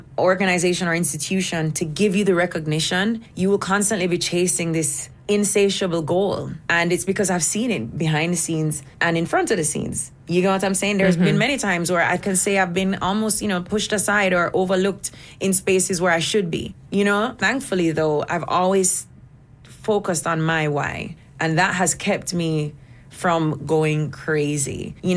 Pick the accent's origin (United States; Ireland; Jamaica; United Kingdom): Jamaica; I'm a Jamaican girl. I'm a reggae artist.